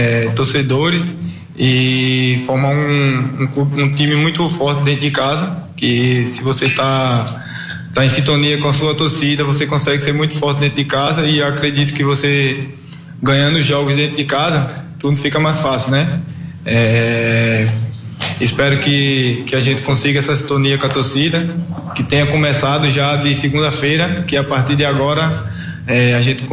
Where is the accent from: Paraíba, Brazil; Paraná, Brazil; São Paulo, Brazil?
Paraíba, Brazil; moved away as an adult